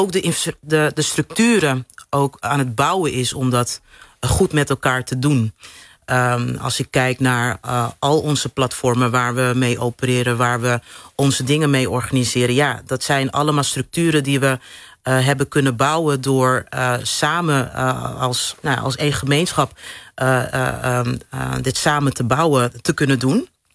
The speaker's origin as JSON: {"language": "Dutch", "town": "Amsterdam", "region": "North Holland", "country": "Netherlands", "tie": "born or raised there", "said": "Ik ben hier geboren, getogen. Ik kom uit Amsterdam-Noord, de Bannen."}